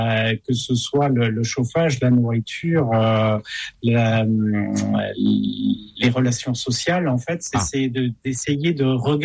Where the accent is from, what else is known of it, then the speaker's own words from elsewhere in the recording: Brittany, France; peut cultiver ben, chez nous en Bretagne.